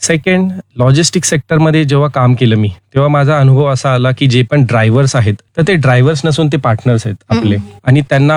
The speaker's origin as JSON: {"language": "Marathi", "town": "Nashik", "region": "Maharashtra", "country": "India", "said": "आम्ही स्वतः नाशिककर म्हणून आम्ही खूप प्राऊडली हा बिझनेस करतोय"}